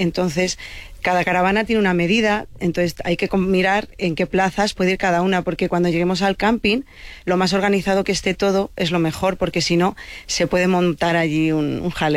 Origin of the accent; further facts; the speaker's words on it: Ponferrada, Castile and León, Spain; Pues somos de Ponferrada, del Bierzo, uh-huh.